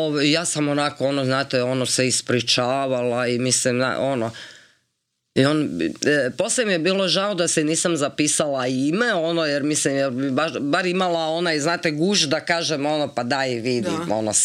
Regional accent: Slavonski Brod, Brod-Posavina County, Croatia; moved away; ja sam iz Slavonskog Broda

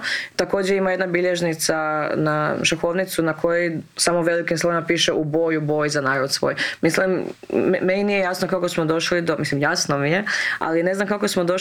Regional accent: Vukovar, Vukovar-Syrmia County, Croatia; ja odrasla sam u Vukovaru. Odrasla sam u Vukovaru uz grafite Ubi Srbina i to mi je bilo kao nešto standardno.

